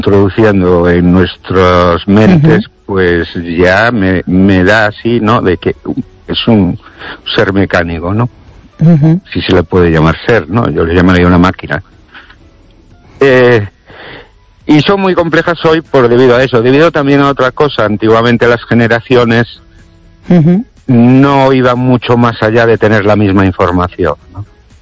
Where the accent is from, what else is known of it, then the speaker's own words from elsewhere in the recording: Ourense, Galicia, Spain; Buenas noches, Esther y oyentes … de Orense.